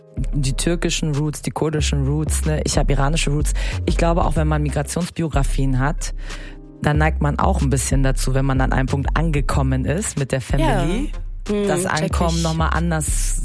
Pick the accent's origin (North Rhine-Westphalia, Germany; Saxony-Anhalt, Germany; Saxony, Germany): North Rhine-Westphalia, Germany; Cologne; ich bin auch Kölnerin